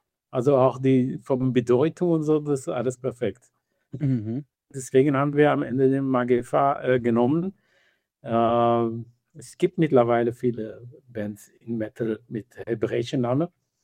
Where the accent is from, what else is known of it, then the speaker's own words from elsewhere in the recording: Israel; first language Hebrew; German is a second language; moved away; Also der Name stammt aus hebräischer Sprache. Das ist eigentlich meine Muttersprache. Ich komme ursprünglich aus Israel.